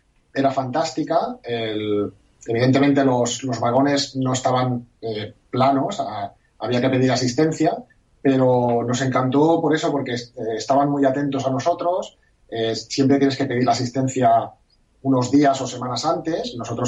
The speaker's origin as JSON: {"language": "Spanish", "town": "Barcelona", "region": "Catalonia", "country": "Spain", "said": "la gente como yo, que somos de Barcelona"}